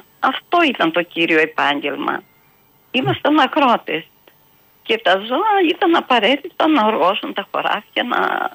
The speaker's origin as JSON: {"language": "Greek", "country": "Greece", "tie": "born or raised there", "moved": "yes", "lives_now": "Thessaloniki, Greece", "said": "Είναι 10 λεπτά απόσταση από το Φρίνιο που βρίσκομαι, λέγεται Πλατανότοπο στο χωριό μου."}